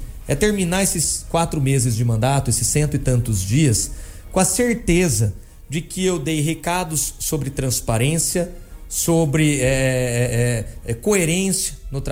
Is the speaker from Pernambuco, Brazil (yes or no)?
no; Jaú, São Paulo, Brazil; accent: interiorzão; é um jauense que tá lá, é alguém do nosso interiorzão.